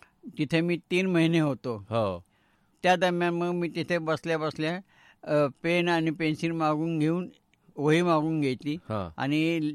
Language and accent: Marathi; Parner, Maharashtra, India; born there; also born or lived in Ahmednagar; माझं बालपण, माझे वडील कोटामध्ये नोकरीला होते, त्यामुळे माझं बालपण काही सुरुवातीला नगरला मॉन्टेसरीपर्यंत आणि नंतर पहिली ते 8वीपर्यंत माझं पारनेरला इथे झालं.